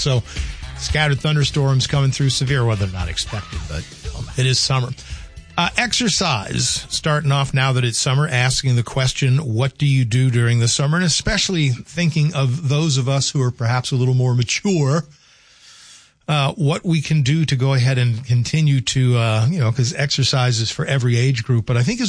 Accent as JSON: {"language": "English", "town": "New Orleans", "region": "Louisiana", "country": "United States", "tie": "born or raised there", "moved": "yes", "said": "And so 9 to 10 months out of the year in New Orleans, you could be in a pool."}